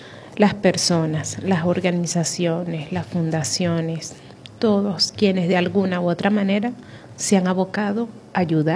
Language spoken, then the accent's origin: Spanish; Venezuela